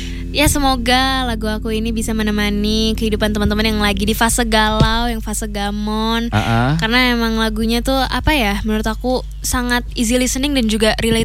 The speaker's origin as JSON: {"language": "Indonesian", "region": "Bali", "country": "Indonesia", "said": "Aku dari Bali"}